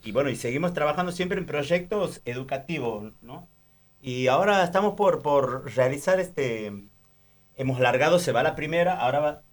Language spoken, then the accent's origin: Spanish; Santiago del Estero, Argentina; Nosotros en Santiago del Estero siempre lo decimos